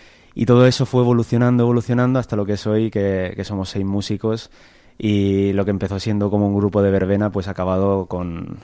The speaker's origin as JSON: {"language": "Spanish", "town": "Redován", "region": "Valencian Community", "country": "Spain", "said": "somos la mayoría de Redován"}